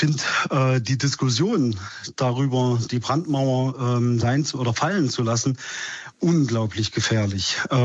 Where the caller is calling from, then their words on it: Querfurt, Saxony-Anhalt, Germany; Ich komme aus Querfurt